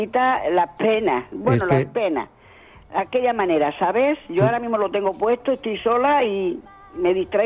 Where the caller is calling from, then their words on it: La Morera, Spain; soy de La Morera.